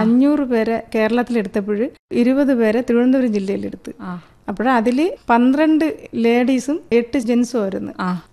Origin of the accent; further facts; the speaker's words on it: Thiruvananthapuram district, Kerala, India; കാട്ടിലാണ് ജനിച്ചതും വളർന്നതും എല്ലാം കാട്ടിലാണ്. അഗസ്ത്യരൂപത്തിന്റെ താഴ്വരയിലാണ് പേപ്പാറ സ്ഥിതി ചെയ്യുന്നത്. അവിടെയുള്ള ഒരു വനത്തിലാണ് എന്റെ വീട്, മീനങ്കൽ പന്നിക്കുഴി എന്ന സ്ഥലത്താണ്.